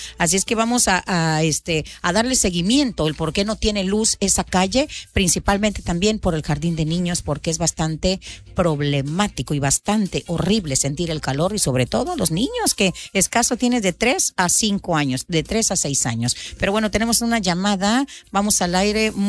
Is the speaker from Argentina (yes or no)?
no; Mexico; yo soy mexicana